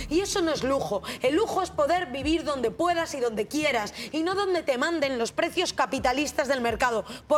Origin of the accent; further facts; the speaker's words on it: Salamanca, Castile and León, Spain; o en Salamanca, en mi tierra.